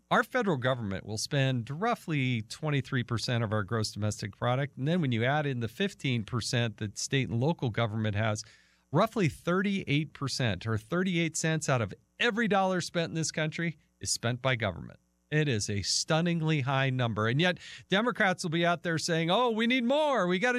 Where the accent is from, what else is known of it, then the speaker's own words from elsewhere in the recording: Utah, United States; my home state of Uta